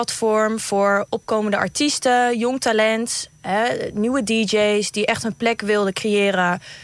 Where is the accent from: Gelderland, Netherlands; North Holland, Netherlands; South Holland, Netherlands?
Gelderland, Netherlands; Apeldoorn; we komen natuurlijk allemaal uit Apeldoorn.